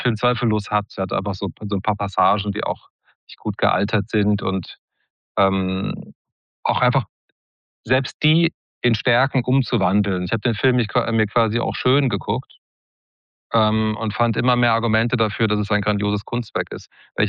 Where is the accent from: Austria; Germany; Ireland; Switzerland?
Germany; Maintal, Hesse; Da gab es in Maintal, wo ich aufgewachsen bin, bei Frankfurt, absurderweise die beste Skatehalle Europas